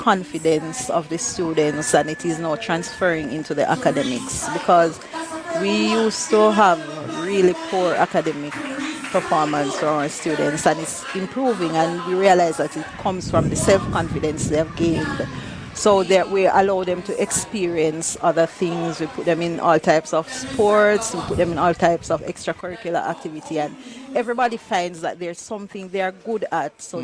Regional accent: Clarendon, Jamaica; Because I grew up not too far from here. I grew up in Gale. That's a community down between here and Ali.

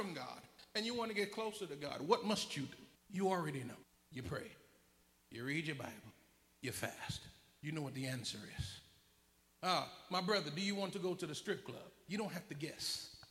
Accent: Jamaica

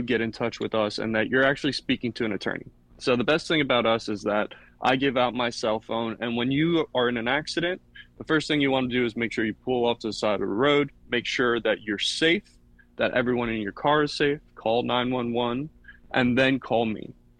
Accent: Florida, United States; I grew up here in Martin County, St. Lucie County.

